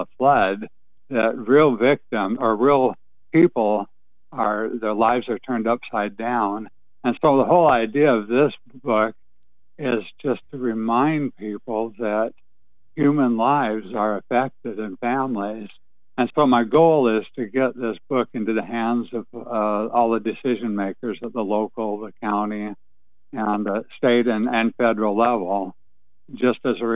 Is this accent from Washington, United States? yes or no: yes; Sumas, Washington, United States; now in Nooksack, United States; My home is actually in Nooksack. However, my whole life is pretty much in Sumas. I grew up in Sumas, pastor of a church there.